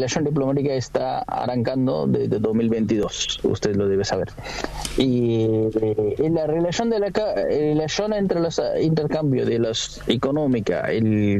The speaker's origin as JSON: {"language": "Spanish", "country": "Bangladesh", "moved": "yes", "lives_now": "Argentina"}